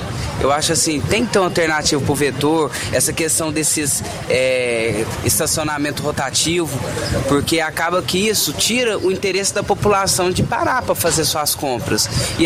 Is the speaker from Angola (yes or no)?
no; Uberaba, Minas Gerais, Brazil; Hoje eu tenho 26 anos de idade, que eu cresci, que eu vi aqui em Uberaba